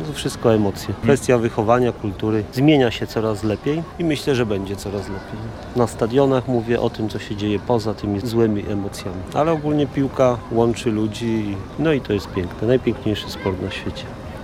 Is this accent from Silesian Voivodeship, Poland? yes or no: yes; Częstochowa, Silesian Voivodeship, Poland; Jestem z Częstochowy, to RKS Raków. Urodziłem się, wychowałem w Częstochowie, mój klub, moje miasto.